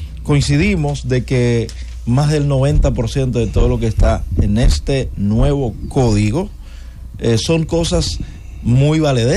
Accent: Dominican Republic; como dominicanos, todos tenemos derecho a protestar

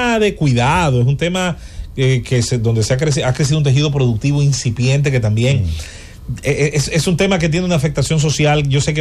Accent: Santo Domingo, Distrito Nacional, Dominican Republic; Yo me crié en Los Prados, pero viví muy metido ahí. Tengo grandes amigos en Los Praditos, jugué muchísimo baloncesto por ahí.

